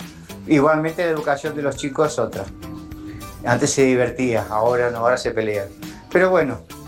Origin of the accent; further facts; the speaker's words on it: Buenos Aires, Argentina; born there; yo vivía en Buenos Aires e iba a Luján.